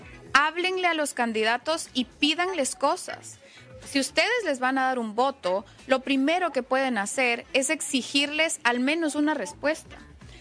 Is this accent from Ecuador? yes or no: yes; Ecuador; moved away; also born or lived in Mexico; yo soy de Ecuador y... Viví un tiempo en México donde tuve mi mayor exposición política